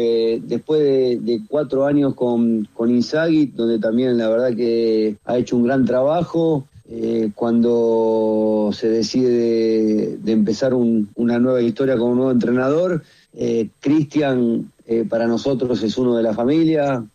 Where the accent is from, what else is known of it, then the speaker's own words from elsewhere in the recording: Argentina; Después, como argentino, me pone muy, muy contento que sea el capitán.